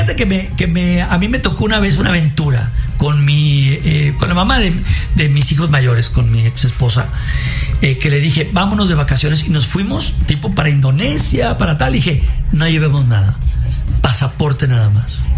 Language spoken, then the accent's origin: Spanish; Mexico; Aquí no decimos chendo. Déjame decirte qué pasa con México. México exporta demasiada televisión. Entonces, nuestra manera de hablar traspasó fronteras.